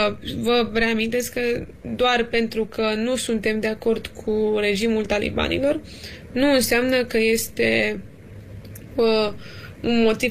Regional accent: Romania; noi, ca și români

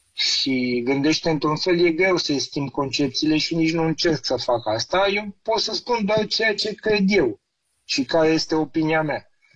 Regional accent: Bucharest, Romania; eu m-am născut în Giulești, am stat acolo

